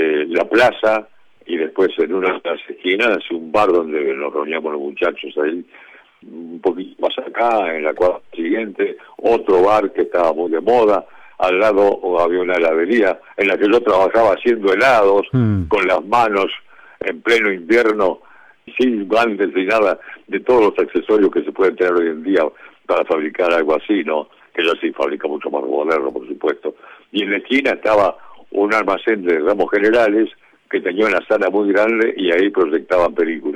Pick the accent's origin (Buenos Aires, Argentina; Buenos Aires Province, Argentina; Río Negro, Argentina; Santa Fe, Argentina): Santa Fe, Argentina; Colonia Belgrano; Mi pueblo se llama Colonia Belgrano.